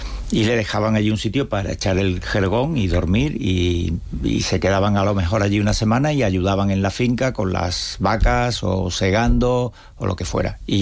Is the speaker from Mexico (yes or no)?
no; Seville, Andalusia, Spain; moved away as an adult; now in Cantabria, Spain; yo, mi acento me denuncia y soy y he vivido toda mi vida en Sevilla, pero nací en Cantabria, y porque he veraneado siempre en Cantabria